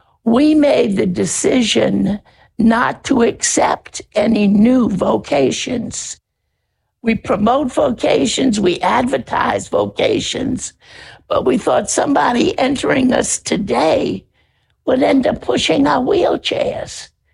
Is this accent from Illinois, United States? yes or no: no; New Orleans, Louisiana, United States; moved away as an adult; also born or lived in Alaska; I grew up in New Orleans.